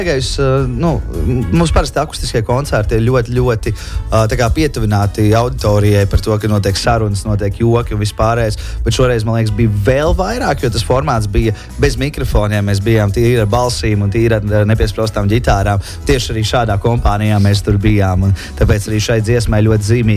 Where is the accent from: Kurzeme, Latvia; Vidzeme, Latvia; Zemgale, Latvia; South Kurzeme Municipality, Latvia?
Zemgale, Latvia; Jelgava; now in Riga, Latvia; es pats esmu jelgavnieks, kurš dzīvo Rīgā, bet sirdī liepājnieks